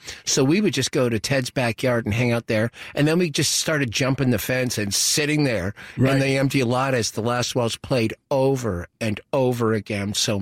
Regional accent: Toronto, Ontario, Canada; I grew up in Scarborough, and we had the Kennedy Drive-In on Kennedy Road.

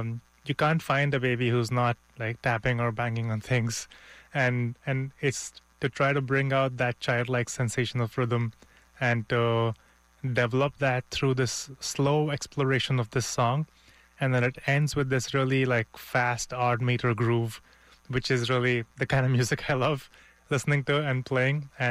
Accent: India; moved away as an adult; also born or lived in Canada / Germany; my music growing up in India, my jazz studies in Canada and Germany

